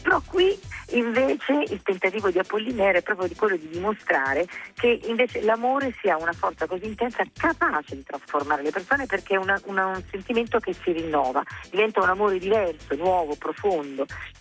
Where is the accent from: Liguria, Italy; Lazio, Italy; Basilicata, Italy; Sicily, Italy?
Lazio, Italy; Rome; moved away as an adult; now in Turin, Italy; io sono nata e vissuta a Roma 20 anni, sono di origine umbra, ma vivo a Torino e poi mi sposto per lavoro un po', sì, moltissimo, però vivo da tanti anni a Torino